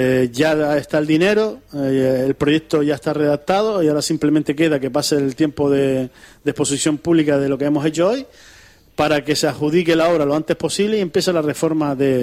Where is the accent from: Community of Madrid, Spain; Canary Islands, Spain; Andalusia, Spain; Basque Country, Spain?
Canary Islands, Spain; nosotros, como buenos canarios